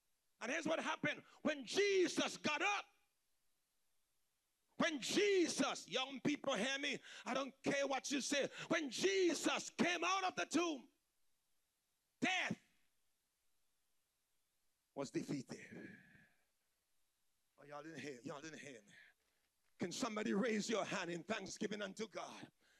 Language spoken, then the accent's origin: English; St. Vincent & Grenadines; I grew up in St. Vincent. They had a thing called Jack Spanner.